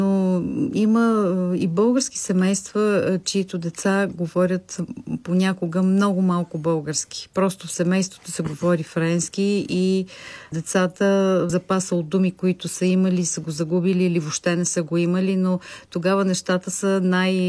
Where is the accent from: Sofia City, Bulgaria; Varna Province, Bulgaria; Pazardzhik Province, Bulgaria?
Sofia City, Bulgaria; Sofia; moved away as an adult; now in France